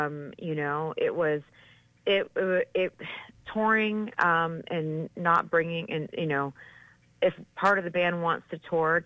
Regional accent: Michigan, United States; I grew up again in Michigan

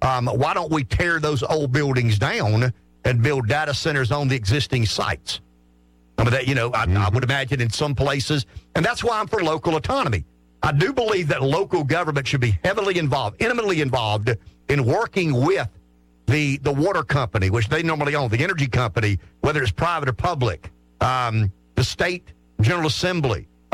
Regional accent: Pamplico, South Carolina, United States; I mean, I'm from Pamplico. You know, it breaks my heart when I ride by there, and it's unoccupied and has been for years

